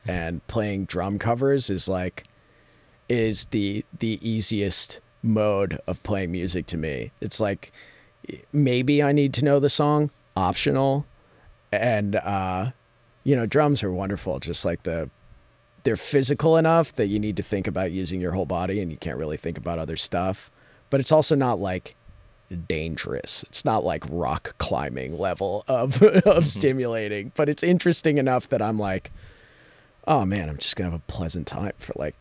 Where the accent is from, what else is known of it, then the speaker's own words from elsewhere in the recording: Midland, Michigan, United States; I'm from Midland. What is up? Tri-Cities.